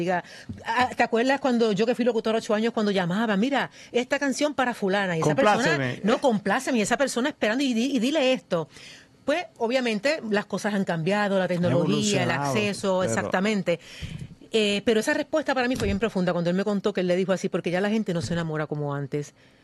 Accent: Puerto Rico

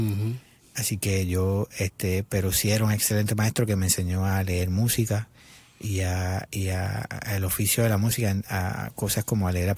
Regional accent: Mayagüez, Puerto Rico; born or raised there; also born or lived in Añasco

